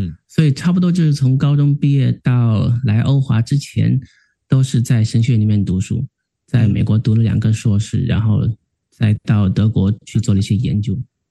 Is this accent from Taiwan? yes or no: no; Kunming, Yunnan, China; 在我的家乡云南昆明